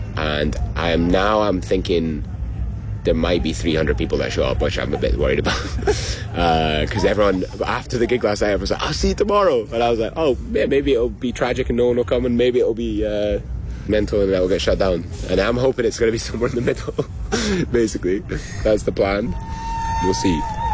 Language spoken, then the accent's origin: English; Scotland, United Kingdom; we're both Scottish